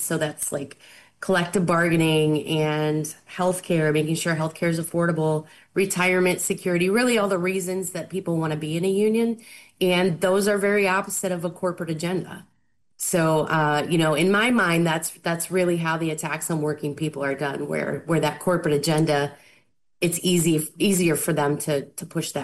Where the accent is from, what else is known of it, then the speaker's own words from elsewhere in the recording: Ohio, United States; Ohio, the where I grew up in Northwest Ohio